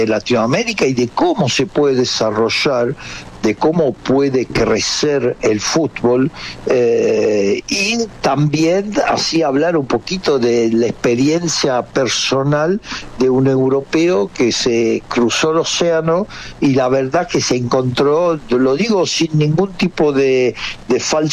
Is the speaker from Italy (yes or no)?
yes; Italy; now in Argentina; radicado en Argentina, pero yo me siento radicado en América Latina, yo me siento un latino, ¿no? Bueno, los italianos somos latinos por antonomasia